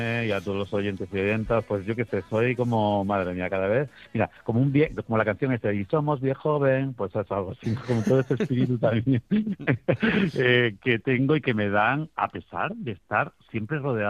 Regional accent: Montánchez, Extremadura, Spain; en Montanches, en mi pueblo

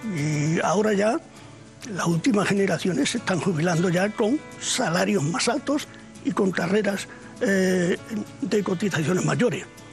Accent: Extremadura, Spain; En Extremadura, por desgracia, vivimos muchos años.

